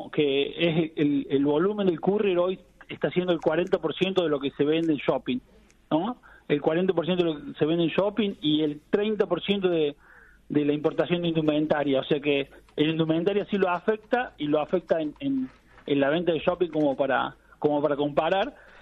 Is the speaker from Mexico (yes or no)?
no; Argentina; me crié en Cativo, donde son los mejores salames